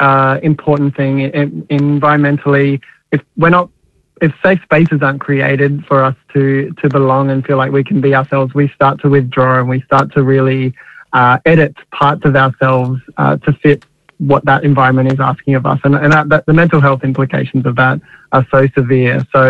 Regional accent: Katherine, Northern Territory, Australia; moved away as an adult; I grew up in Katherine in the Northern Territory, which is quite a small town

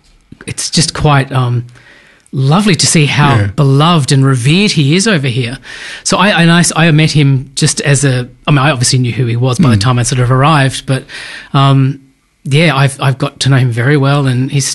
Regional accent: Western Australia, Australia; moved away; I'm actually from Western Australia, right.

